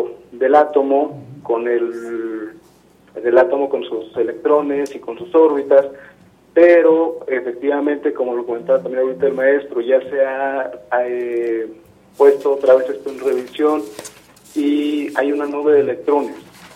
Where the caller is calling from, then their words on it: Fresnillo, Zacatecas, Mexico; De aquí, de Fresnillo, Zacatecas